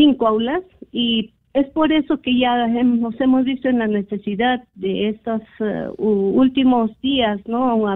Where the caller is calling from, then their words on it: Chupaca, Junín, Peru; Soy docente de la Institución Educativa Héroes de Chupaca, de acá del barrio de Vista Alegre, de la distrito provincia de Chupaca.